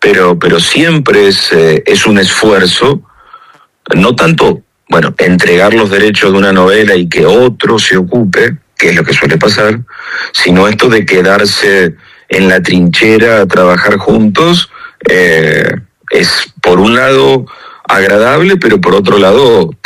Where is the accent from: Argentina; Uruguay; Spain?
Argentina